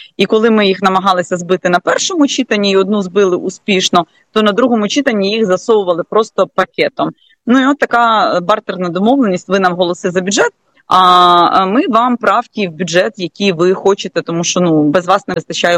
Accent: Kyiv Oblast, Ukraine; я сама з Київщини

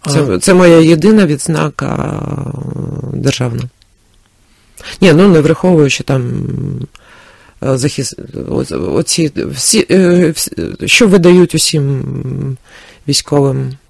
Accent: Kyiv, Ukraine; Я киянка, тобто я не була в якійсь сотні, як всі кияни

